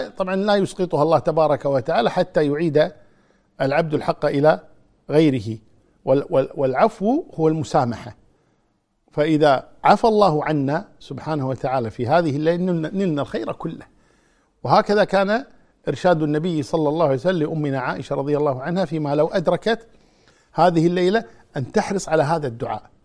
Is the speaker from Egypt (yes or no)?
no; Kuwait